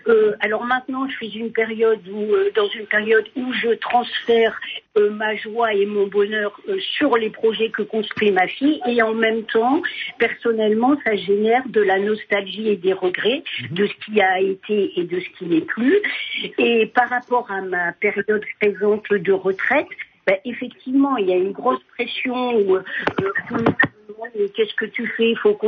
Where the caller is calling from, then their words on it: Fresnes, Île-de-France, France; j'appelle de Fresnes.